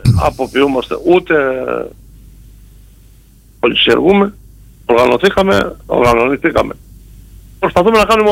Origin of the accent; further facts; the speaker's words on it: Volimes, Ionian Islands, Greece; στο χωριό μου, στις Βολίμες.